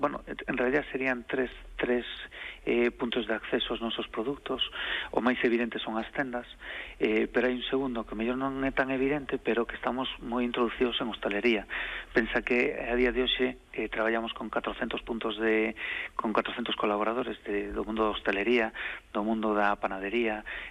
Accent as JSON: {"language": "Galician", "region": "Galicia", "country": "Spain", "said": "do cual estamos orgullosísimos, como galegos e como productores dese sector primario."}